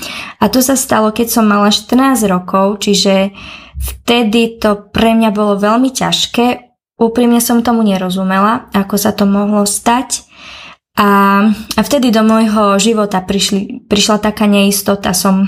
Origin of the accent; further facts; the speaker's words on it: Nové Zámky, Nitra Region, Slovakia; born there; now in Bratislava, Slovakia; vyrastala som ako jedináčik v kresťanskej rodine. Narodila som sa v Nových Zámkoch, potom sme sa presťahovali do iného mesta a teraz bývam už pomaly 8 či 9 rok v Bratislave.